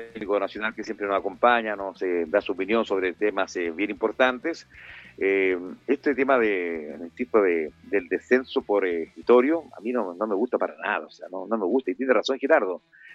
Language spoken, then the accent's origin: Spanish; San Fernando, O'Higgins, Chile; born there; Yo soy sanferrandino, soy nacido en San Fernando